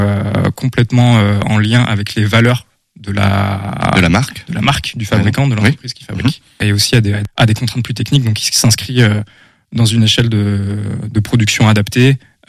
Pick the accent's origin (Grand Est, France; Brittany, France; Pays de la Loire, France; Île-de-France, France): Pays de la Loire, France; Nantes; moved away as an adult; also born or lived in Copenhagen; now in Angers, France; Je viens de Nantes à la base, c'est là où j'ai étudié